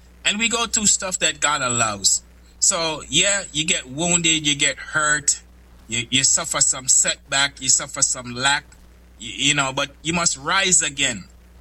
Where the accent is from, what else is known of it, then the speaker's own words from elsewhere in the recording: Kingston, Jamaica; I grew up in East Kingston, Franklin Town, Vineyard Town.